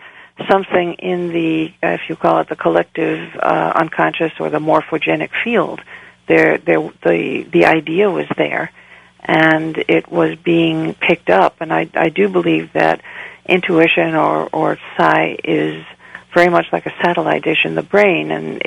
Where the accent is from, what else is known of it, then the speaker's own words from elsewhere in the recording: New York City, New York, United States; now in Long Island, United States; I'm located on Long Island, and I come from Brooklyn.